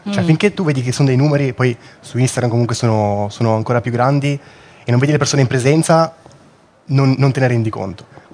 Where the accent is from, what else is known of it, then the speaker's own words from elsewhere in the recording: Liguria, Italy; Nel senso che non si è mai dovuto costruire niente con Beppe, è così, è genovese, siamo liguri